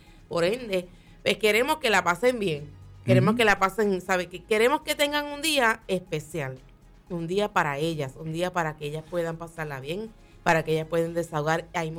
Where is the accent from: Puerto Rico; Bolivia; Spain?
Puerto Rico; Fajardo; yo soy de Fajardo. O sea, Fajardo viene siendo la esquina, ¿sabes? La esquina quizás.